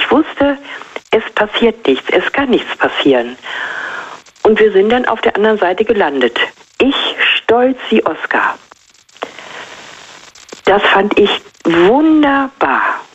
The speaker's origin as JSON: {"language": "German", "country": "Germany", "tie": "born or raised there", "said": "ich bin auf dem Land groß geworden und die Weser war halt im Sommer unser absoluter Treffpunkt"}